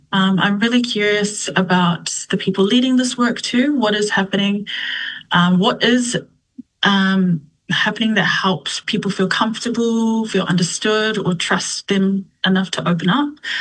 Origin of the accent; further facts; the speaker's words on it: New Zealand; born there; I am a second generation Aotearoa born Samoan. I am from the vill